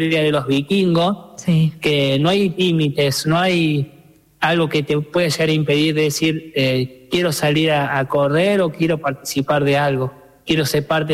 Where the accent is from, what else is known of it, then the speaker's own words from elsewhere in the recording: Mina Clavero, Córdoba, Argentina; Exactamente, Mina Clavero, que tenemos a como mucho 20 minutos en medio de la montaña.